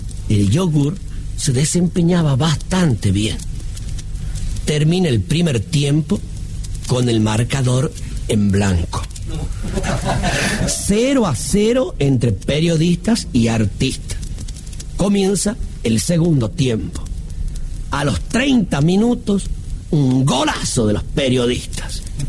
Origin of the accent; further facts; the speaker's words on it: La Rioja, Argentina; Así que miren si les he dado razones como para que dejen andar diciendo por allí que nosotros riojanos no nos queremos con los catamarqueños.